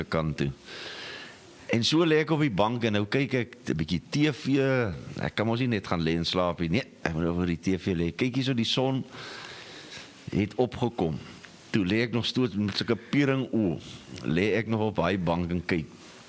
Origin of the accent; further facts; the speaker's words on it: Kirkwood, Eastern Cape, South Africa; ek kom van Kirkwood af